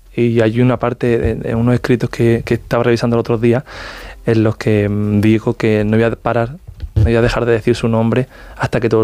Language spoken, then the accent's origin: Spanish; Roquetas de Mar, Andalusia, Spain; Yo soy de un pueblo de Almería, yo soy de Roquetas de Mar, un pueblo que en ese momento yo no tenía ni referentes de danza